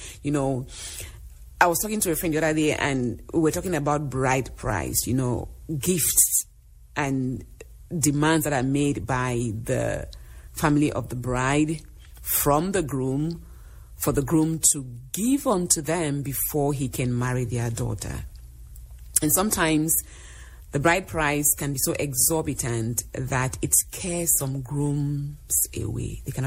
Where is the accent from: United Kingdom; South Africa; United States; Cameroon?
Cameroon; moved away; I grew up in Cameroon.